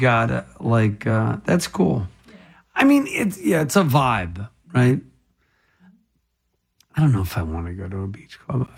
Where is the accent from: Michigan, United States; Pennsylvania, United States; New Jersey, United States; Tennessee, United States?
New Jersey, United States; Ocean County; I'm from Ocean County